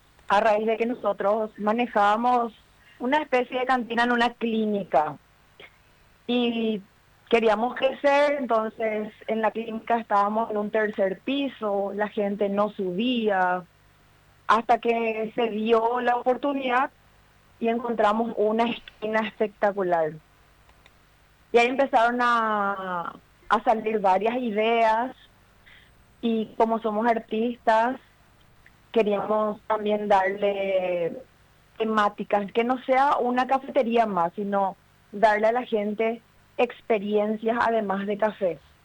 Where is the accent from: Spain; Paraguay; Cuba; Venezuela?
Paraguay; Villarrica, Guairá; Yo soy de Villarrica. Nosotros vivimos en Villarrica.